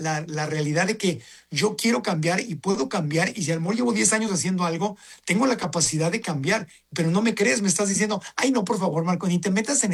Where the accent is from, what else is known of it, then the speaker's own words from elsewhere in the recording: Acapulco, Guerrero, Mexico; Yo tengo casa en Acapulco. Mi abuelita es de Acapulco y yo crecí en Acapulco.